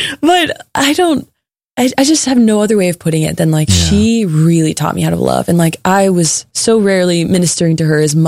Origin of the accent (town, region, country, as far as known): Texas, United States